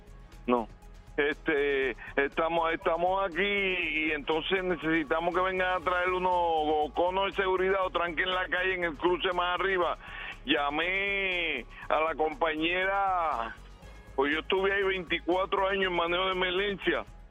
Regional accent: Fajardo, Puerto Rico; yo soy nacido y criado aquí en Fajardo.

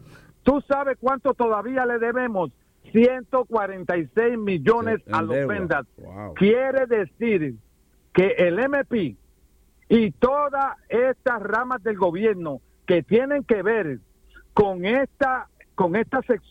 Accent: Puerto Rico; now in U.S. Virgin Islands; yo soy nacido y criado en Puerto Rico.

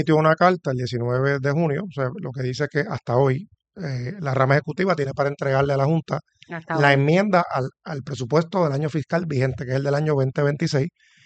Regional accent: Puerto Rico; como puertorriqueños y puertorriqueñas

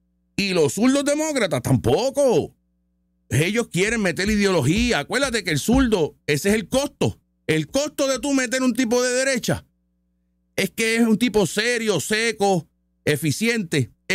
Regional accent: Puerto Rico

